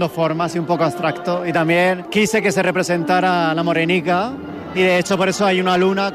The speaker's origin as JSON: {"language": "Spanish", "town": "Orihuela", "region": "Valencian Community", "country": "Spain", "tie": "born or raised there", "said": "yo soy de Orihuela y la verdad es que llevo muchos años participando y tengo familia aquí en Villena"}